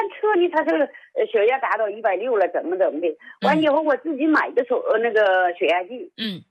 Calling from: Changchun, Jilin, China; 我是长春市双阳区的。

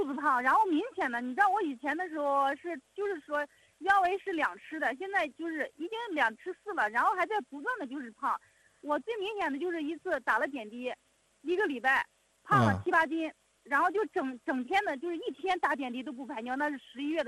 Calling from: Anhui, China; 我是安徽的。

